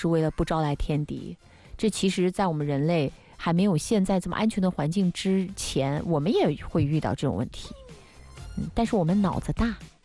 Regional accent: China; 我们中国人

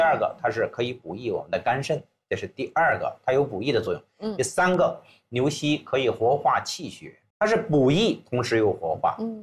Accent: Hebei, China; accent: Hebei dialect; 我们河北话

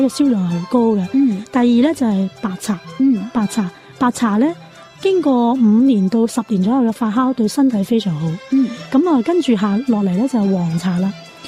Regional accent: Guangzhou, Guangdong, China; 尤其係我哋廣州人嘅。

